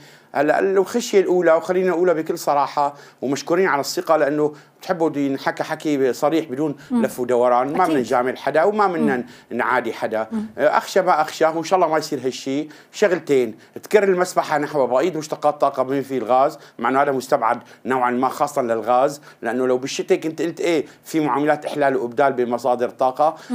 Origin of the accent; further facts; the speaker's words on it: Syria; عندنا بسوريا